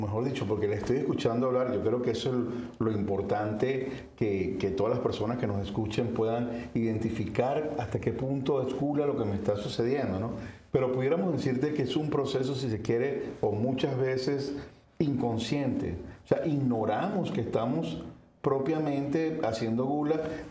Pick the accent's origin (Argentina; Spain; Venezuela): Venezuela; soy venezolano